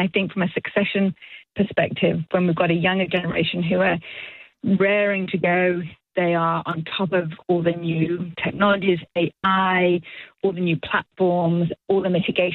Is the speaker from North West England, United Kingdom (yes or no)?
yes; Manchester, North West England, United Kingdom; I am from Manchester.